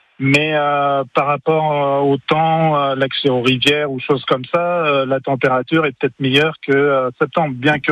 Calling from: Pays de la Loire, France; je suis en vacances sur la région de Die en ce moment, mais sinon je viens de la Sarthe, le pays des rillettes et des 24 heures du Mans.

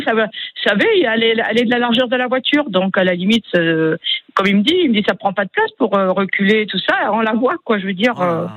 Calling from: Prades-le-Lez, Occitanie, France; moi, je suis à Prades-le-Lez

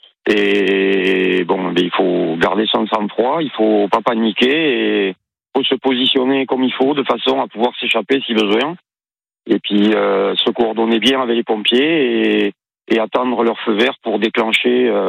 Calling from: Parentis-en-Born, Nouvelle-Aquitaine, France; Moi, je suis sur Parentis, oui.

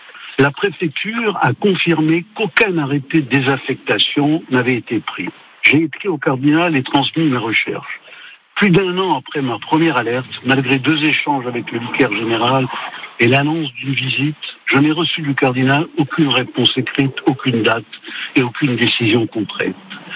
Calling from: Pietra-di-Verde, Corsica, France; Je suis de Pietradiver

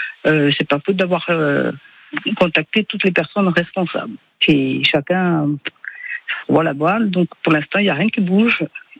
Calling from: Venzolasca, Corsica, France

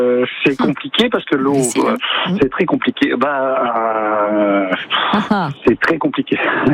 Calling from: France; moi, j'habite sur Monteville

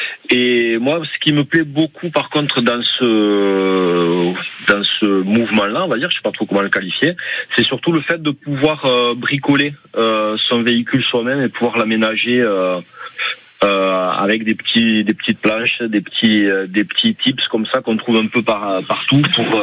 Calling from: Tarbes, Occitanie, France; De Tarbes.

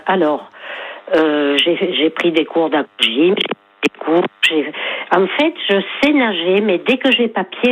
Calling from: L'Isle-sur-la-Sorgue, Provence-Alpes-Côte d'Azur, France; J'habite à Lille-sur-Sorgue.

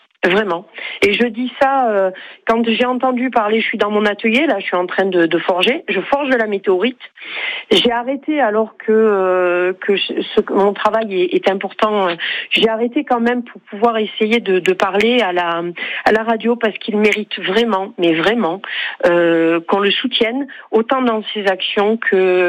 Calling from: Saint-Chély-d'Apcher, Occitanie, France

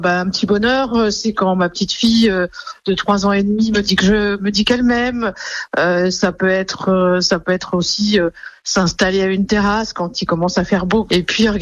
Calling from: Pouilly, Grand Est, France; J'habite à Pouilly

